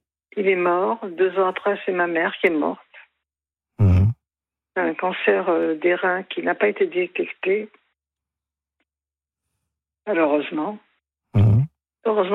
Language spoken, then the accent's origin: French; Paris, Île-de-France, France; born there; also born or lived in Germany; Et donc, mon pays, c'est Paris. Je suis née à Paris et... C'est vraiment Paris.